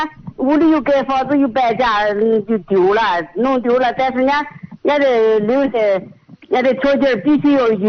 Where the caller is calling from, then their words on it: Jiang County, Shanxi, China; 我是山西的，我是绛县的。